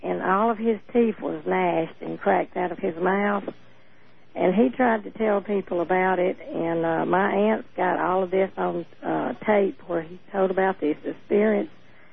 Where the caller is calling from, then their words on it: the South, United States; I'm from the South.